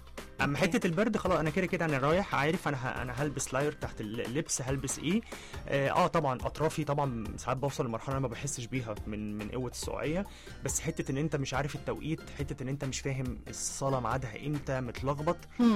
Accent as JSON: {"language": "Arabic", "country": "Egypt", "said": "إحنا كمصريين أو كعايشين في الشرق، يعني الأوسط بمعنى صح، الحياة هناك بالنسبة لنا صعبة."}